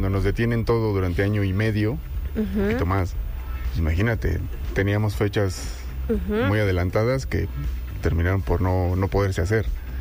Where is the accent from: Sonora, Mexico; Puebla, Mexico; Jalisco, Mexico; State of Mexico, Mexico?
Sonora, Mexico; Entonces, básicamente nací y crecí aquí, en la Sonora.